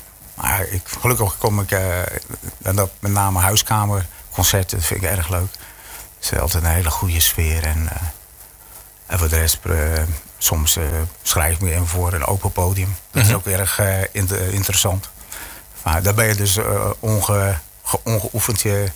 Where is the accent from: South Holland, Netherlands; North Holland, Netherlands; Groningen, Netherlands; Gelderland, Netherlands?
South Holland, Netherlands; Alblasserdam; ik kom uit Alblasserdam.